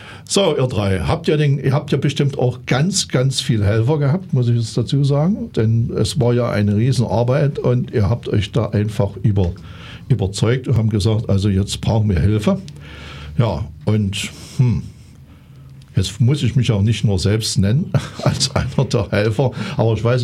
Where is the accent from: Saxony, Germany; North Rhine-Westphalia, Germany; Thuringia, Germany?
Saxony, Germany; Also ich bin ja Sachse, also ich weiß es jetzt nicht so aus der sächsischen Schullandschaft